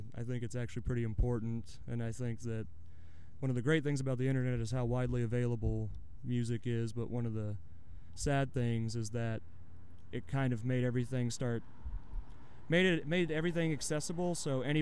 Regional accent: Texas, United States; moved away as an adult; I'm from North Texas, and I grew up with the red dirt thing

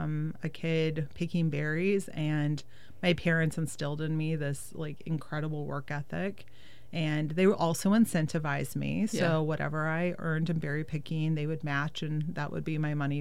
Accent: Silverton, Oregon, United States; now in Portland, United States; when I was growing up in Silverton, neighbors talked to neighbors.

